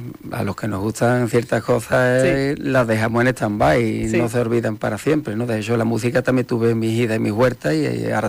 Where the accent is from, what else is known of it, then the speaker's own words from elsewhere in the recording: Morón de la Frontera, Andalusia, Spain; Soy de Morón. me gusta y me encanta Morón